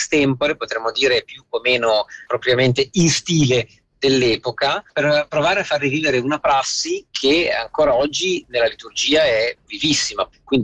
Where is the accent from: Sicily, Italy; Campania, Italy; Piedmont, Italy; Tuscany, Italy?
Piedmont, Italy; Vercelli; Sì, Vercelli, comunque sono piemontese.